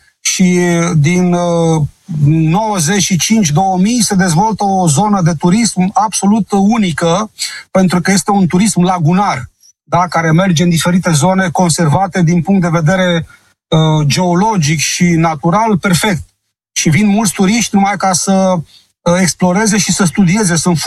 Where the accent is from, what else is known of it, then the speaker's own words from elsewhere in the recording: Romania; Eu sunt român, sunt român, e o grămadă.